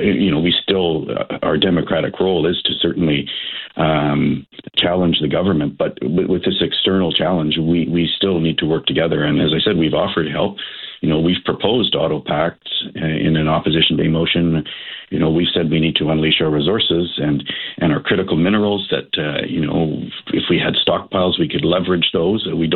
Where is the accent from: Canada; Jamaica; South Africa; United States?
Canada; But what I will say as Canadian and as a member of the official opposition, we need a unified and stately approach.